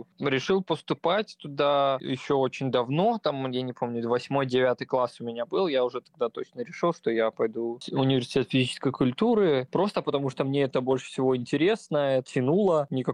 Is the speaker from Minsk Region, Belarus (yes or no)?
no; Novopolotsk, Vitebsk Region, Belarus; Я родом из Новополоцка